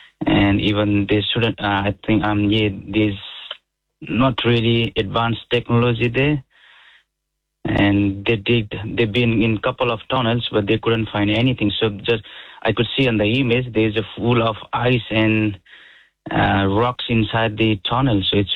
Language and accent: English; Nepal; I'm from Nepal